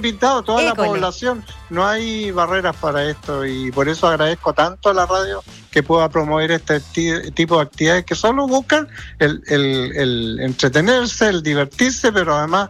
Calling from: Valparaíso, Chile; Así somos los porteños.

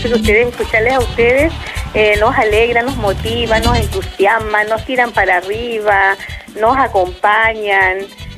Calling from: Tomé, Biobío, Chile; De acá de Tomé.

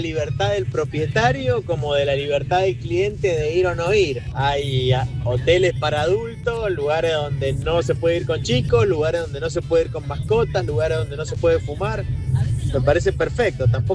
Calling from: Mendoza, Argentina; De Mendoza les hablo.

